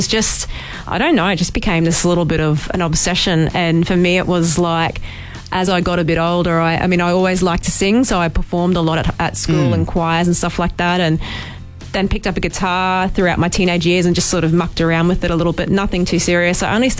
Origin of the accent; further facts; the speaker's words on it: Queensland, Australia; We're all from Far North Queensland. Most of us are, like, there's some of us from Cairns, some of us from the Tablelands.